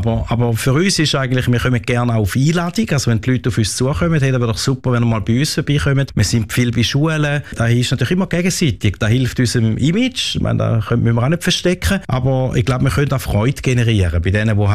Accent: Schaffhausen, Switzerland; now in Singapore; auch wenn ich in Singapur wohne, ja, ich bin Schweizer, bin in der Nähe aufgewachsen und ich fühle mich sehr wohl in dem Umfeld

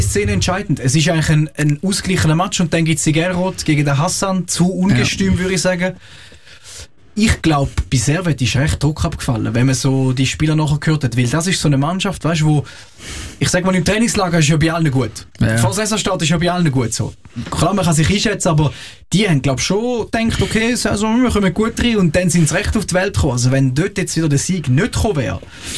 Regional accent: Switzerland; als Schweizer kennst du die anderen Ligen nicht so

